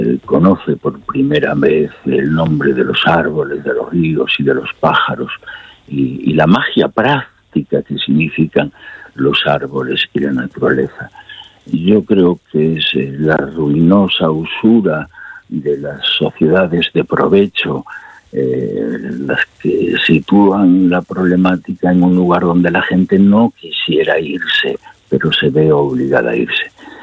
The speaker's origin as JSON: {"language": "Spanish", "area": "El Bierzo", "region": "Castile and León", "country": "Spain", "tie": "born or raised there", "said": "En mi tierra, la naturaleza en el Bierzo es la presencia totalizadora de una esperanza permanentemente agraviada."}